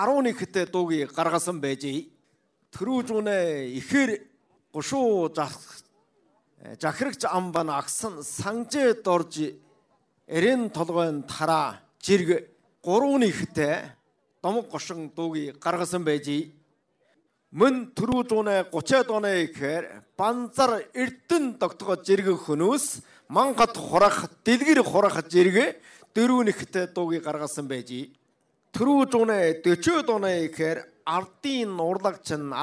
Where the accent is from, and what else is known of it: Ordos, Inner Mongolia, China; born or raised there